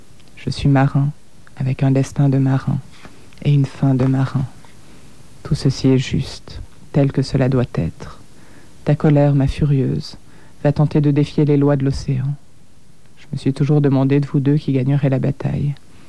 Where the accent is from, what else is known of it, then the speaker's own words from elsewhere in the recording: Geneva, Switzerland; born there; Je suis née au Pâquis